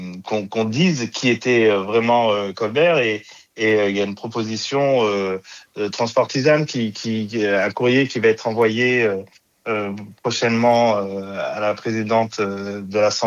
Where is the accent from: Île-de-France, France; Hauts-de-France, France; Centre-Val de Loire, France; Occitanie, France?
Île-de-France, France; born there; je suis né en Hexagone, je suis né en Essonne, mais quand je vais en Martinique, je vois les inégalités.